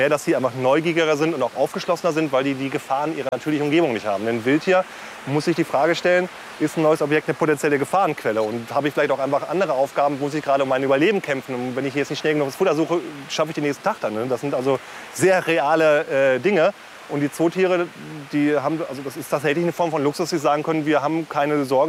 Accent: Northern Germany, Germany; now in Karlsruhe, Germany; Ich meine, ich komme auch aus dem Norden, habe mich hier im Karlsruhe mit der Witze ein bisschen akklimatisieren müssen.

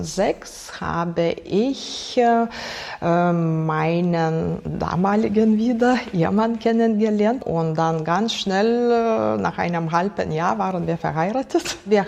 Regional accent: Lithuania; German is a second language; moved away as an adult; now in Germany; Ich bin aus Litauen 2002 nach Deutschland gekommen mit meinem 7-jährigen Sohn. Ich war 26 Jahre alt.

